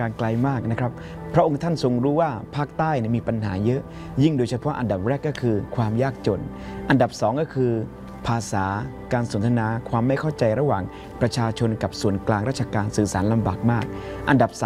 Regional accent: Thailand; จังหวัดนราธิวาสซึ่งเป็นจังหวัดบ้านเกิดของผมเองครับ

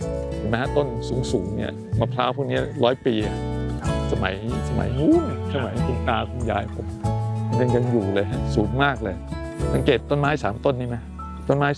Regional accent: Lang Suan, Chumphon, Thailand; born there; ผมเกิดที่อำเภอหลังสวนจังหวัดชุมพรนี่แหละครับก็คือชาวสวน

